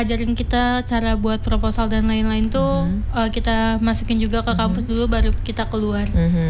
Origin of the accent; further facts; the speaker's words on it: Lampung, Indonesia; Kalau band-band kan kita dari Lampung semua ya.